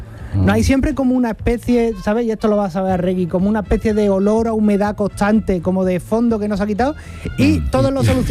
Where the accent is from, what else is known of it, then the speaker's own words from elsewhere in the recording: Jerez de la Frontera, Andalusia, Spain; now in San Juan de Aznalfarache, Spain; yo soy de Jerez.